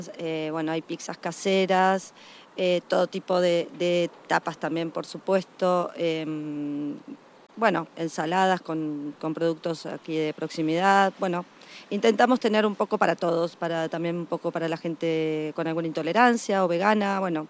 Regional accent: Argentina; accent: Argentine; now in Spain; Ya por mi acento se habrán dado cuenta que soy argentina.

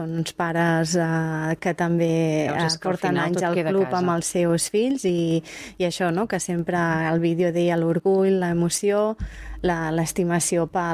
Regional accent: Cardona, Catalonia, Spain

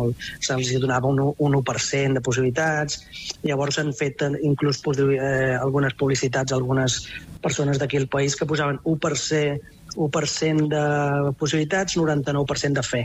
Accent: Guimerà, Catalonia, Spain; born or raised there; also born or lived in Sabadell / Balearic Islands / Canary Islands; now in Cape Verde

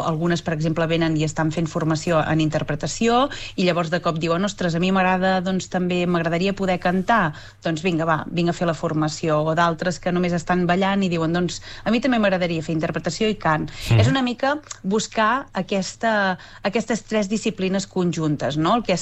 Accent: Olot, Catalonia, Spain; Com que jo soc d'Olot

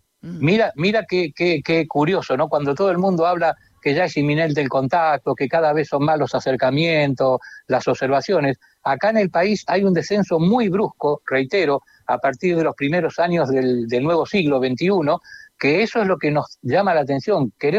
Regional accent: Argentina; Yo investigo en mi país, en Argentina, lo hemos recorrido de norte a sur.

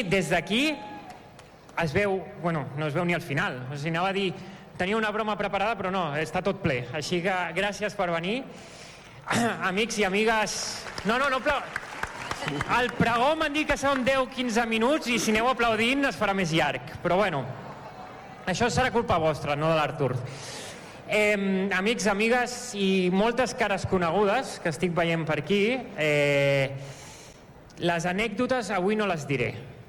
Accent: Badalona, Catalonia, Spain; born there; also born or lived in United States; per tant no sóc badaloní de naixement, però sóc badaloní de decisió. Jo vaig viure 12 anys als Estats Units

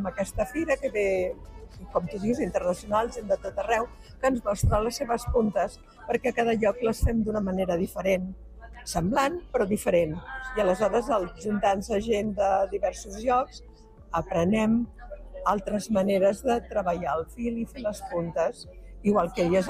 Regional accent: Barcelona, Catalonia, Spain; born there; now in Arenys de Mar, Spain; Vaig néixer a Barcelona, però ja fa uns quants anys que visc a Arenys.

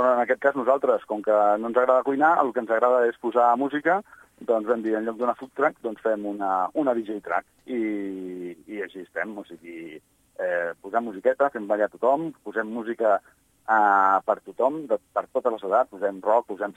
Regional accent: Cardedeu, Catalonia, Spain; Nosaltres som de Cardedeu

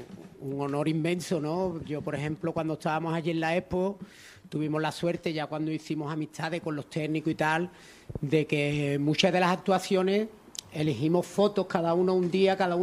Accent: El Puerto de Santa María, Andalusia, Spain

